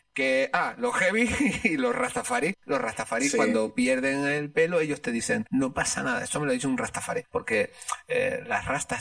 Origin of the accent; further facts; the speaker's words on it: La Palma, Canary Islands, Spain; en La Palma, desde donde yo soy, eran latinos heavy.